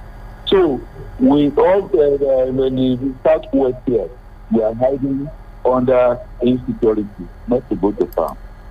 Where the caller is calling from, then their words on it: Abuja, Federal Capital Territory, Nigeria; I'm calling from Abuja.